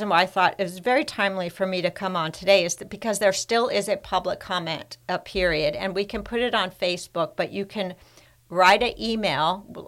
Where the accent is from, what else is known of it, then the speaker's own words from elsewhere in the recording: Santa Barbara, California, United States; when I was a little girl growing up in Santa Barbara